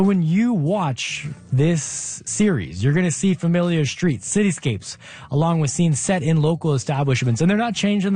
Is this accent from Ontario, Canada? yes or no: yes; London, Ontario, Canada; London's home for me. That was my hometown. I was born and raised.